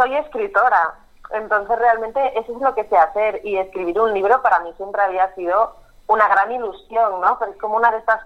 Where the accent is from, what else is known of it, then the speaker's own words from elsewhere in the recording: Asturias, Spain; yo soy de Asturias, y aquí los diminutivos se hacen así